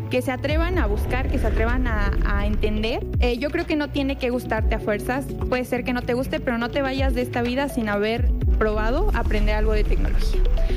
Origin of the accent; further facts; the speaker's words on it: State of Mexico, Mexico; Crecí en el Estado de México y la ciencia llegó a mi vida por coincidencia, por azares del destino.